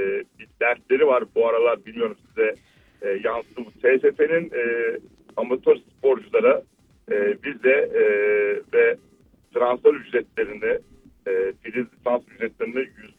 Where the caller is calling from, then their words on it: Istanbul, Turkey; İstanbul'dan arıyorum.